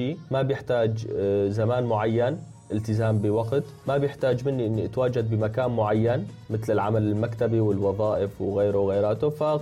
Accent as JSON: {"language": "Arabic", "country": "Syria", "moved": "yes", "lives_now": "Turkey", "said": "هلأ أنا ببداية رحلتي من سوريا لتركيا بصراحة ما كنت إنسان بعتبر نفسي مثقف"}